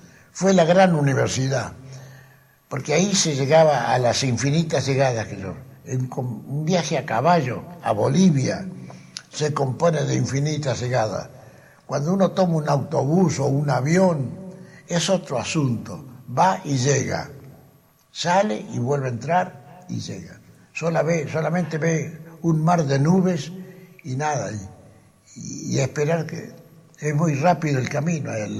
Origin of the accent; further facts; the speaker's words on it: La Pampa, Argentina; En mi tierra, aquí en La Pampa